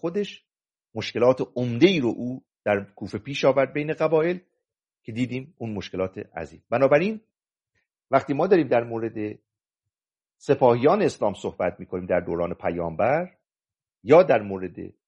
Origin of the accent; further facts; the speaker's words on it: Mazandaran, Iran; من مازندرانی میتوانم با یک شیرازی، با یک نفر لور، با یک نفر ترک، با یک نفر بلوچ بریم آموزش ببینیم